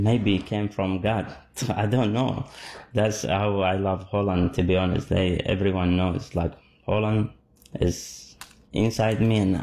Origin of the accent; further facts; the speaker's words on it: Iraq; moved away; I'm actually from Iraq.